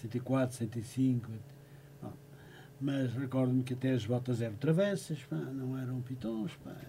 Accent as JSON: {"language": "Portuguese", "town": "Fafe", "region": "Norte", "country": "Portugal", "tie": "born or raised there", "moved": "as an adult", "said": "Ricardo, olha, eu sou fafense. Nasci em Fanf, depois emigrei, aos 17 anos."}